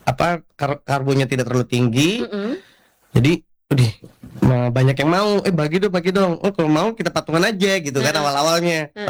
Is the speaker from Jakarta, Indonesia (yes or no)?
yes; Jakarta, Indonesia; Kebetulan saya asli dari Jakarta.